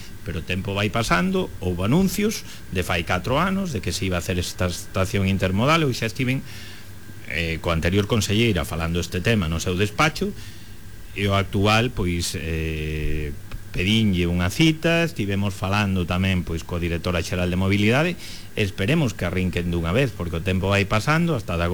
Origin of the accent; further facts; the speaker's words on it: Vilagarcía de Arousa, Galicia, Spain; eu sen que son de Vila García, defendo os intereses de Vila García.